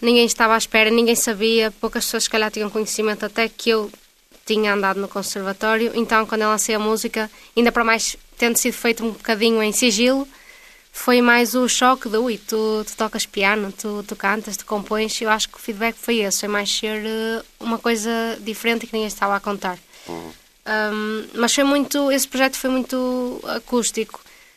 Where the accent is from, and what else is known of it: Vila Nova de Famalicão, Norte, Portugal; also born or lived in Mirandela / Alvites